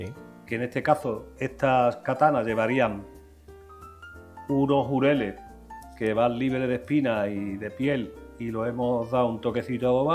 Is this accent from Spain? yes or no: yes; Jerez, Spain; Mi pueblo se ha portado muy bien conmigo siempre.